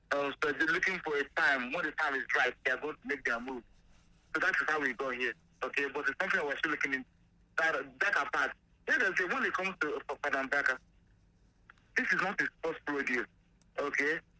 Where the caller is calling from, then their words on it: Enugu, Enugu State, Nigeria; I'm calling from Enugu.